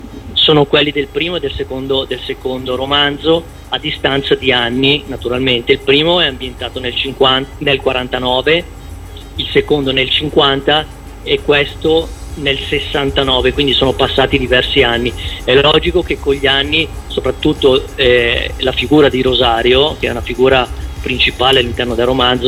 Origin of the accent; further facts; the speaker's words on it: Licata, Sicily, Italy; born there; Licata, che è il mio paese natale